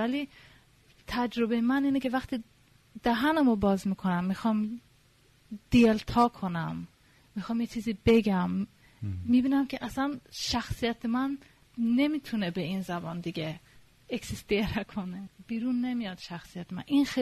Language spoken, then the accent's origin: Persian; Stockholm, Stockholm County, Sweden; من آخه توی استکهلم بزرگ شدم، توی یه امرودهی که خیلی سوئدی زیاد بود توش، میاد کلاس بود.